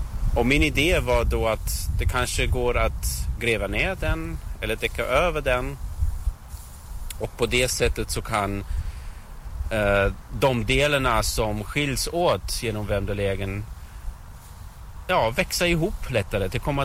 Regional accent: Salzburg, Austria; now in Sweden; jag är uppvuxen i Österrike, i Salzburg, i Alperna. Det är en stad mitt i Alperna. Och när jag flyttade till Henriksdalsringen så saknade jag det här med bergen och med skogen.

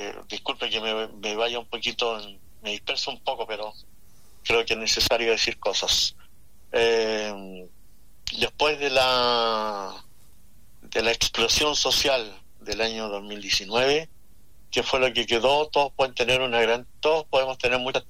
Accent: Chile; somos chilenos, vivo en Chile, pero no sé, queremos, no sé si todos conocen Santiago, porque somos de San Ramón

